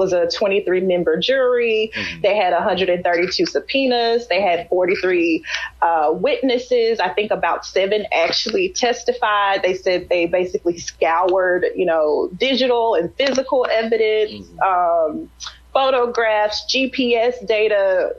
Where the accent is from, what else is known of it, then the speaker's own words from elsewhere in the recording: Mississippi, United States; I'm from Mississippi.